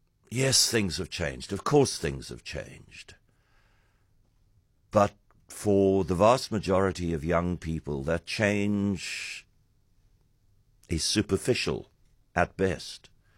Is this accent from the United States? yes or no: no; South Africa; as a South African citizen who wants the best for this country and its people